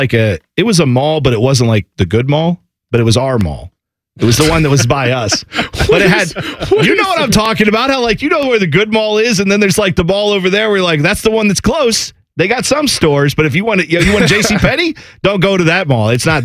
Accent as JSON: {"language": "English", "town": "Columbus", "region": "Ohio", "country": "United States", "tie": "born or raised there", "said": "I grew up over by Independence High School. I lived, basically, Brownsburg to Canal Winchester was like my stomping grounds growing up as a kid. 256 and Bryce Road, man."}